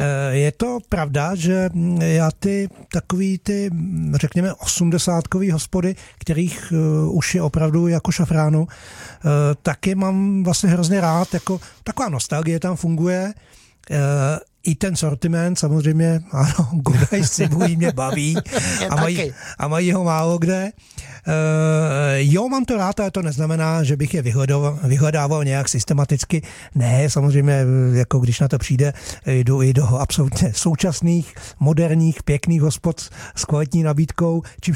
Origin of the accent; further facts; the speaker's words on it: Katovice, South Bohemian Region, Czechia; A já jsem původem, já jsem narozený v Katovech a tam jsem vyrost.